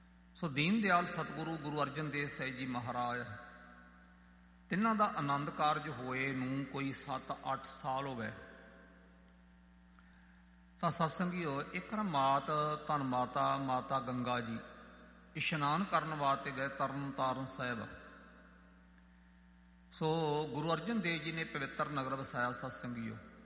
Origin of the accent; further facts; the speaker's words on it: Punjab, India; ਮੇਰਾ ਪਿੰਡ ਤਰਨ ਤਾਰਨ ਸਾਹਿਬ ਬਾਬਾ ਬੁੱਢਾ ਸਾਹਿਬ ਦੀ ਬੀੜ ਦੇ ਨੇੜੇ ਆ